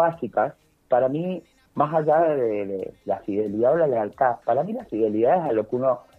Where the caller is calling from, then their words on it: Las Heras, Argentina; Las Heras, les hablo.